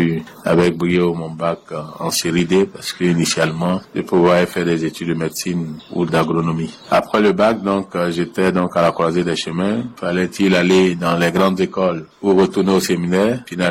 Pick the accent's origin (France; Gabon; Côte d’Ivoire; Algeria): Côte d’Ivoire; Abidjan; also born or lived in Treichville; à Trècheville le 26 mars 77 et lorsque j'avais 2 ans que nous avons déménagé à Makori. Donc je suis né à Trècheville mais j'ai grandi à Makori, j'ai passé toute mon enfance.